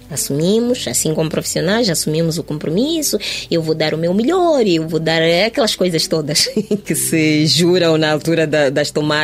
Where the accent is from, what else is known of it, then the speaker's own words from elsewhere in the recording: Mozambique; Mas nós todos somos moçambicanos, não pode ser.